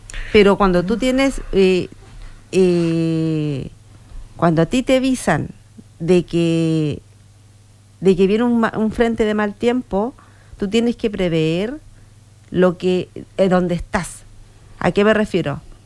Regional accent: Chile; los chilenos trabajamos, digo trabajamos porque me considero chilena

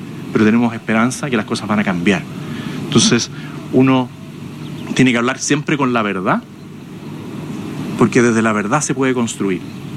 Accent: Chile

